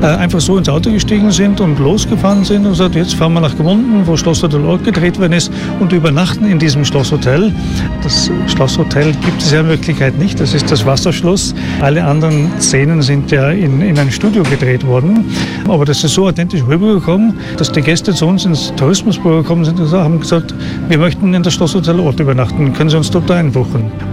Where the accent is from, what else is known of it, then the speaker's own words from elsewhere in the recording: Bedford, East of England, United Kingdom; German is a second language; now in Austria; Nein, ich bin gebürtiger Engländer … Ich bin aber schon 20 Jahre hier in Österreich.